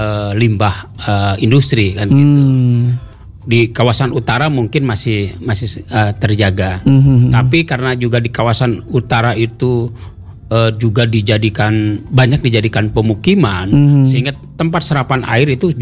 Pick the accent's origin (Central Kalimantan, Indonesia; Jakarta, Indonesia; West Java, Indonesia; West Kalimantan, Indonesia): West Java, Indonesia; Cimahi; moved away as an adult; ketika tahun 2010 saya pulang kampung gitu ke Cimahi